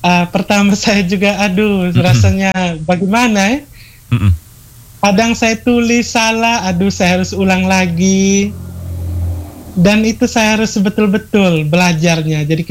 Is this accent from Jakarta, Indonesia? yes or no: no; Maumere, East Nusa Tenggara, Indonesia; Saya asal dari Maumere, tempat tinggal saya di Koting.